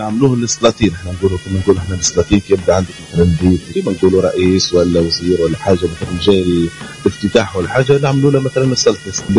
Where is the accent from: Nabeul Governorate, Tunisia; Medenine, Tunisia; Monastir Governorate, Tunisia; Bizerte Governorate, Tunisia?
Medenine, Tunisia; Djerba; هنا في جربة